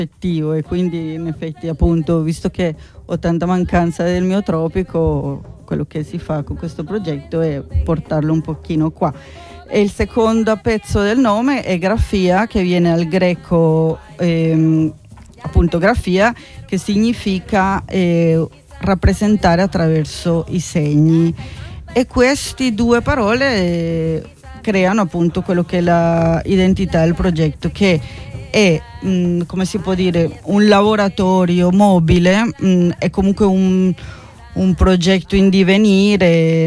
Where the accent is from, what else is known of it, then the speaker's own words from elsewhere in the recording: Colombia; moved away; Io vengo dalla Colombia.